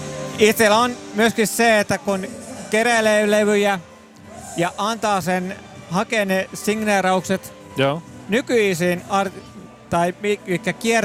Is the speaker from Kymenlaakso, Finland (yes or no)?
no; Tampere, Pirkanmaa, Finland; Mä oon Tampereelta alkuperäinen kotosin, 43-vuotias tällä hetkellä.